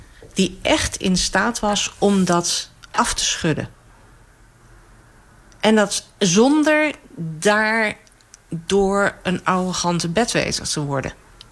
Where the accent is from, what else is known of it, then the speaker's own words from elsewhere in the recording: Harderwijk, Gelderland, Netherlands; Ik ben atheïstisch opgevoed in Harderwijk.